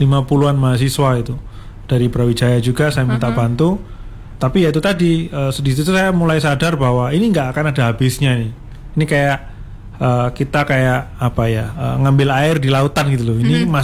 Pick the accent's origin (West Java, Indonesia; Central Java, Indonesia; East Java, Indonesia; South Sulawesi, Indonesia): East Java, Indonesia; Malang; born there; saya lahir di Malang dan saya ingin juga berkontribusi tentunya untuk Kota Malang, dan harapannya bisa lebih luas lagi ke Jawa Timur dan di Indonesia.